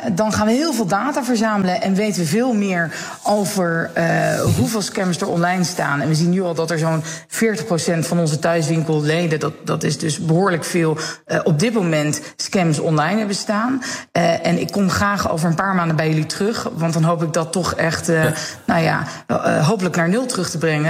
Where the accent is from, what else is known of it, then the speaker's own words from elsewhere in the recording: Netherlands; Dat in die koopjesmaanden, waar wij als Nederlanders ontzettend van houden overigens